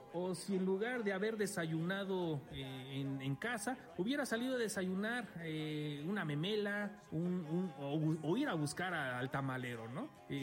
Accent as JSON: {"language": "Spanish", "country": "Mexico", "said": "Si luego nosotros como mexicanos no sabemos"}